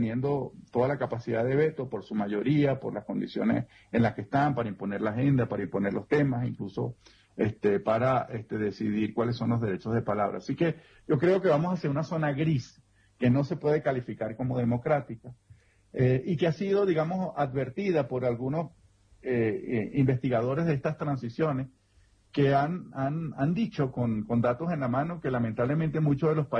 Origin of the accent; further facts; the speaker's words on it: Venezuela; moved away; Mira, yo como venezolano, como defensor de derechos humanos y sociólogo